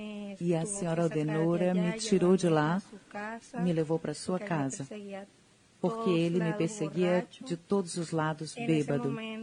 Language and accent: Portuguese; Venezuela; moved away as an adult; also born or lived in Peru; now in Tabatinga, Brazil; sou venezuelana, tenho 27 anos de idade. Cheguei ao Brasil em 2023, engravidei, sou venezuelana, da Venezuela vim ao Peru, do Peru ao Brasil